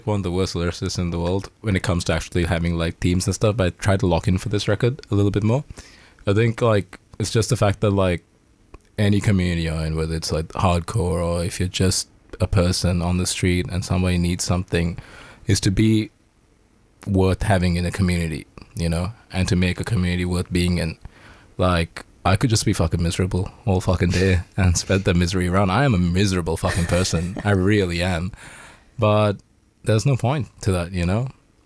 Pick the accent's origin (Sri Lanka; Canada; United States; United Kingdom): Sri Lanka; accent: Sri Lankan; moved away; Wait, I feel like I didn't use my Sri Lankan accent.